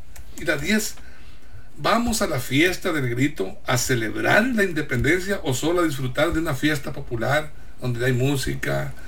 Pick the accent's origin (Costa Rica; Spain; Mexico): Mexico; Yo soy un mexicano bien nacido y me voy a morir mexicano, y si yo tuviera el dinero suficiente para irme a vivir al extranjero, al mejor país, no me iba. Estoy arraigado, así me inculcaron desde niño, amor por México